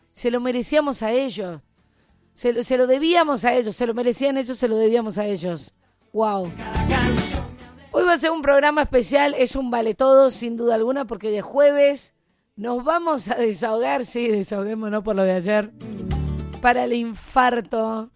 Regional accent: Argentina; Che, somos argentinos.

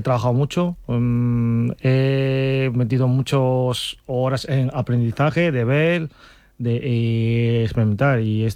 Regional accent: China; now in Castile and León, Spain; yo soy de China

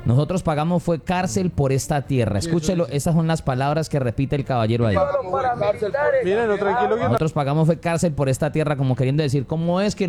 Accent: Cali, Valle del Cauca, Colombia; Uno como caleño podría llegar a decir, uy, mi hermano, venga, no, ¿cómo los defiende uno?

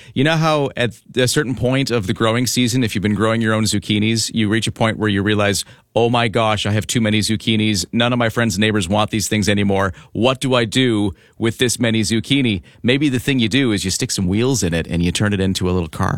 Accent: Sidney, British Columbia, Canada; I grew up in Sydney where we had a bunch of these.

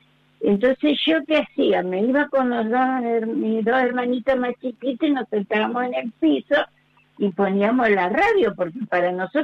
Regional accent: Chaco, Argentina; moved away; Yo soy chaqueña.

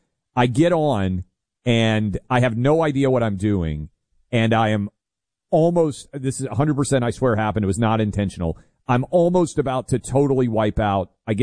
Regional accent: Goodlettsville, Tennessee, United States; I grew up in Goodlettsville, Tennessee, just north of Nashville, still in Davidson County.

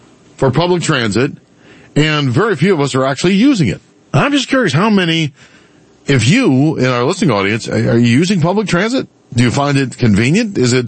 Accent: Maryland, United States; also born or lived in Denver, Colorado; I've lived in Maryland for most of my entire life, brief stints in where I was born in Denver, Colorado, when I was in college in Arizona and California for part of my life. But most of my formative years and most of my life I've spent in Maryland.

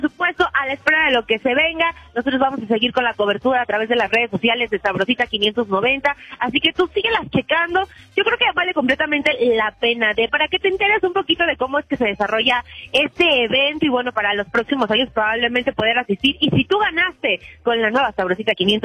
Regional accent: Mexico; yo creo que somos mexicanos y como buenos mexicanos que nos gusta la fiesta, el merequetengue, el relajo

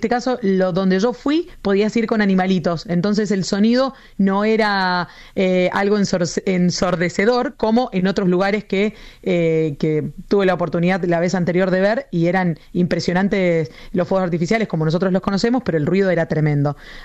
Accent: Argentina

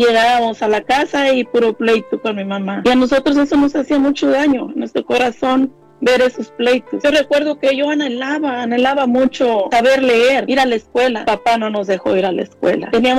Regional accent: Guerrero, Mexico; Soy del estado de Guerrero, y allá de un ranchito llamado San José, donde conviví con mi familia, con mamá y papá y mis hermanos. Somos 10 hermanos

